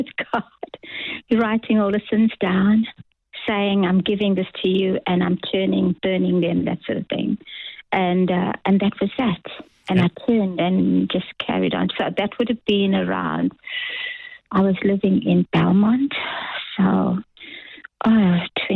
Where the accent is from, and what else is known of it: Durban, KwaZulu-Natal, South Africa; born or raised there